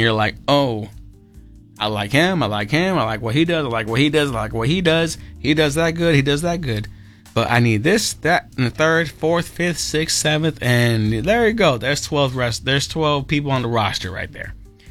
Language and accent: English; Chicago, Illinois, United States; I'm a Chicagoan, not a Philadelphian